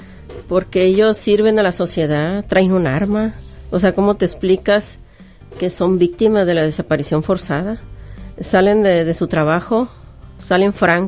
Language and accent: Spanish; Sinaloa, Mexico; Como sinaloenses, como mexicanos, porque no es un problema a nivel nacional, no nomás aquí en Sinaloa. Vivimos con miedo alrededor de estos 2 años que tenemos con esta guerra.